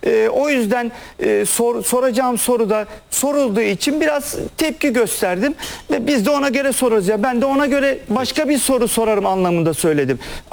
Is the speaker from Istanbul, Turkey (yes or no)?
yes; Istanbul, Turkey; Şeref stadında çocukluğum geçti benim. Top oynadım. Denize girdim. Orada Necdet abilerle işte Ziya abilerle falan büyüdük biz ya. Biz Beşiktaş'ın içinde insanlarız.